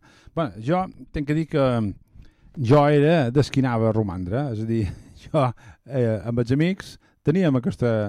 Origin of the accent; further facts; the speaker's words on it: Ferreries, Balearic Islands, Spain; jo som de Ferreries